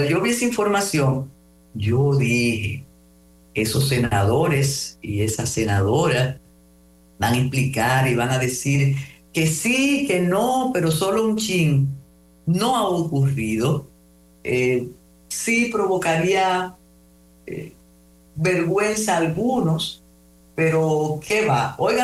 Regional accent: Puerto Plata, Dominican Republic; de mi pueblo, de Puerto Plata

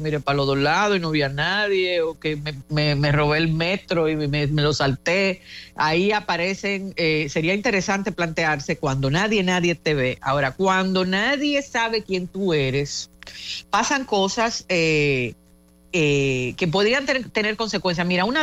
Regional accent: Dominican Republic; nosotros como dominicanos cuando emigramos tenemos comportamientos distintos

